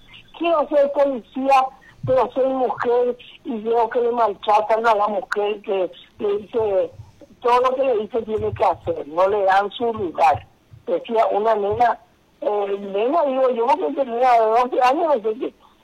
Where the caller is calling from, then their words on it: Paraguay; nosotros los paraguayos solíamos tener, se dice, nuestra forma de ser, nuestra forma, nuestros valores como familia paraguaya.